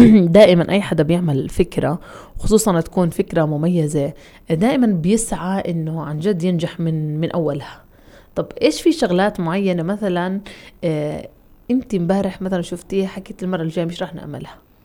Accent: Palestine; إحنا نفس المحافظة ونفس خلينا نحكي يعني فلسطين واحدة

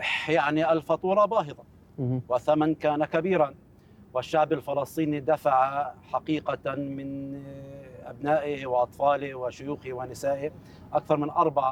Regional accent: Palestine; now in Gaza, Palestine; يجب أن نتوحد كفلسطينيين

